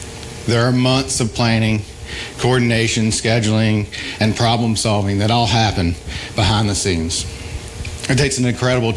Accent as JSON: {"language": "English", "town": "Bristol", "country": "United States", "tie": "born or raised there", "said": "Bristol is my hometown, and I've always been proud of our history as the Birthplace of Country Music."}